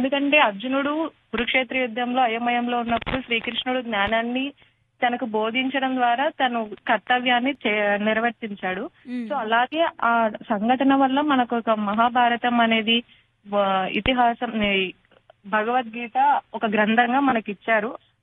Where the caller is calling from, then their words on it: Kurnool district, Andhra Pradesh, India; నేను కర్నూలు డిస్ట్రిక్ట్ నుంచి కాల్ చేస్తున్నాను.